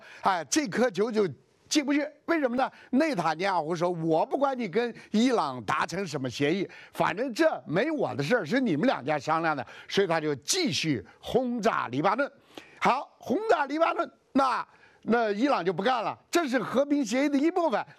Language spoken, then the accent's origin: Chinese; China; 端午节我们中国人是划龙舟、吃粽子，合家啊欢乐的去看球赛